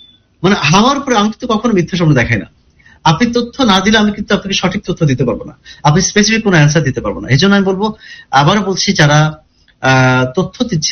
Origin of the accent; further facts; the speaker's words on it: Kushtia, Khulna Division, Bangladesh; আমার বাড়ি যেমন কুষ্টিয়া হতে পারে